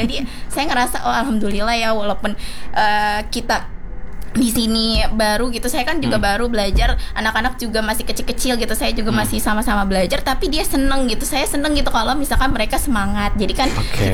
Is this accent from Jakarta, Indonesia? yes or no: yes; Jakarta, Indonesia; Saya juga orang Betawi.